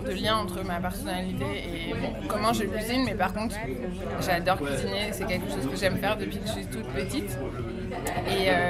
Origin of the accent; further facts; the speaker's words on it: Nigeria; French is a second language; moved away as an adult; also born or lived in Italy; now in Marseille, France; J'ai cuisiné pendant très longtemps au Nigeria avec ma mère pendant 7 ans dans un restaurant.